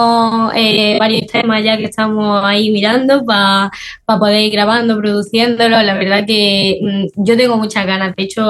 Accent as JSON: {"language": "Spanish", "town": "Granada", "region": "Andalusia", "country": "Spain", "said": "Encima aquí de mi tierra, pues bueno, ojalá me escucharan en algún momento"}